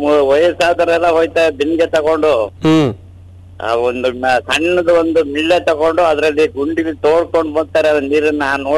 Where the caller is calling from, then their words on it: Saligrama, Karnataka, India; Saligrama ತಾಲೂಕಿಂದ